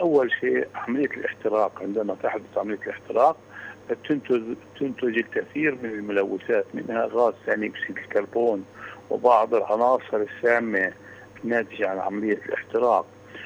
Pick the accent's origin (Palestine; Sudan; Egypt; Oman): Palestine; كفلسطينيين